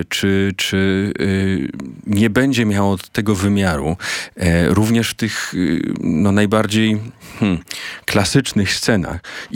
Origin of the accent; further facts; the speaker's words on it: Silesian Voivodeship, Poland; z czasami jak spotykam się z jakimiś osobami, które wiedzą, że jestem ze Śląska, czy się dowiadują, że jestem ze Śląska